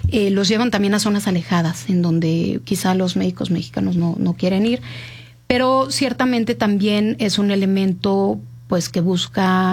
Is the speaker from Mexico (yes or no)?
yes; Mexico; Eso nos tiende a suceder a los mexicanos cuando pensamos en países quizá como China o como Cuba